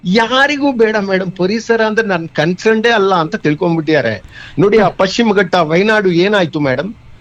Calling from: Shivamogga, Karnataka, India; ನಮ್ಮ ಊರ್ನವರು ಮಲೆನಾಡವರು

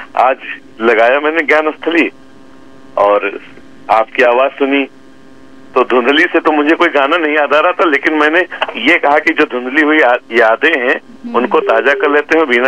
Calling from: Bahraich, Uttar Pradesh, India; एक आरजे की मेमोरी में … बहराइच पड़ा हुआ है

